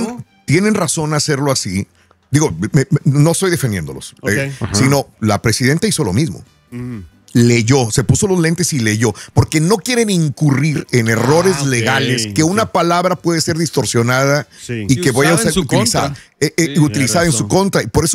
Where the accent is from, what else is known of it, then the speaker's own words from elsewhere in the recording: Mexico; nosotros como mexicanos sabemos que no es un día de celebración